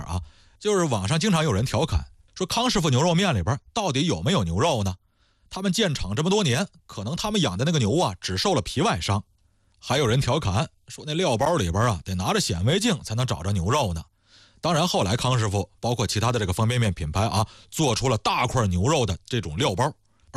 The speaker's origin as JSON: {"language": "Chinese", "country": "China"}